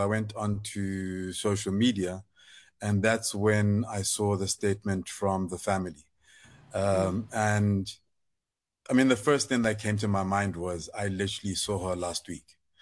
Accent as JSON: {"language": "English", "country": "Lesotho", "tie": "born or raised there", "said": "growing up in Lesotho in a particular time"}